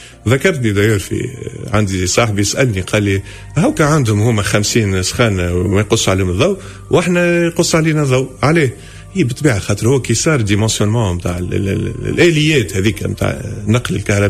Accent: Tunisia

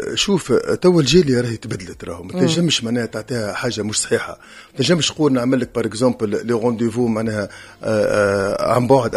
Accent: Tunisia; also born or lived in France; احنا سوم دي فرانكو تونيزيان

